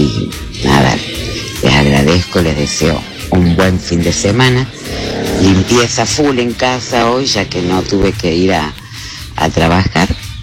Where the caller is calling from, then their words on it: Argentina; Soy de Barrio Patricio.